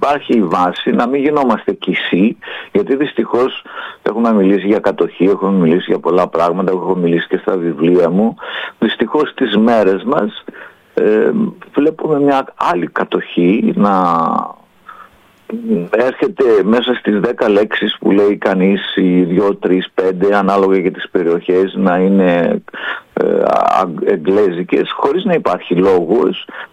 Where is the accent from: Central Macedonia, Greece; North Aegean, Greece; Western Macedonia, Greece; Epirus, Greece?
Epirus, Greece; born there; οι συνθήκες στην Ήπεθρο με αυτά που έζησα εγώ στο χωριό μου μέχρι το 1970 ήταν σχεδόν οι ίδιες